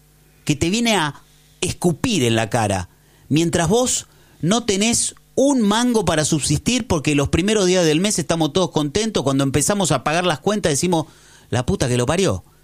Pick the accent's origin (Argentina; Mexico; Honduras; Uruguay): Argentina; yo no soy un argentino que ahorra en negro.